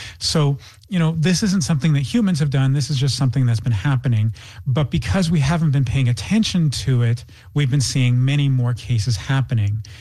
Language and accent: English; Toronto, Ontario, Canada; I'm from Toronto.